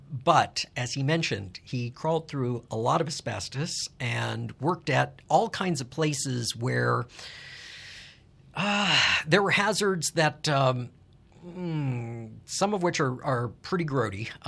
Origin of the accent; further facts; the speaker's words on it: Tucson, Arizona, United States; also born or lived in New York; now in Tucson, United States; I made the very difficult decision to return to my hometown of Tucson, Arizona, where my octogenarian parents still live